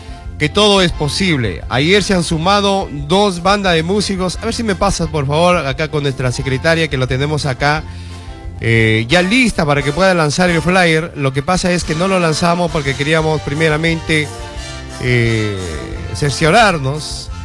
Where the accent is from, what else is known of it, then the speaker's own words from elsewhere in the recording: Quiruvilca, La Libertad, Peru; como quiruiquinos, hemos nacido, hemos crecido, hemos vivido gran parte de nuestra vida en Quiruvica y lo seguimos haciendo.